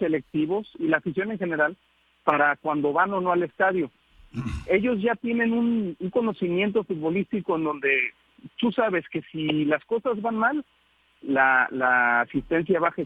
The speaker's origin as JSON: {"language": "Spanish", "town": "Guadalajara", "region": "Jalisco", "country": "Mexico", "tie": "born or raised there", "moved": "yes", "said": "Yo viví mi experiencia de niño y de adolescente en Guadalajara, en una ciudad que es súper futbolera, yo creo que es la meca del fútbol, podríamos decir, del país"}